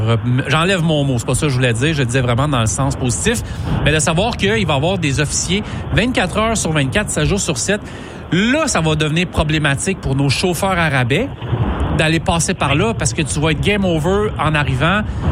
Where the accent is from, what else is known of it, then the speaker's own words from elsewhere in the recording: Quebec, Canada; chez nous au Québec.